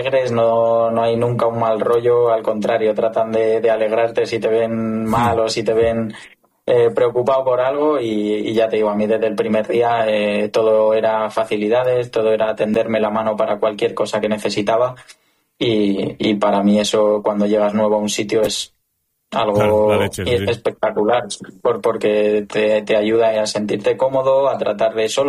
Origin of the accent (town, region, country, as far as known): Spain